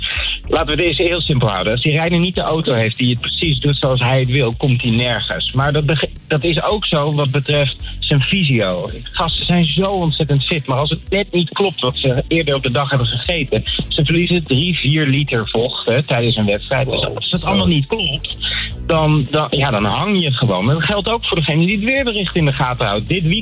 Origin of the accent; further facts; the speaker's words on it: Zandvoort, North Holland, Netherlands; dit is ook de plek waar ik ben opgegroeid op Zandvoort.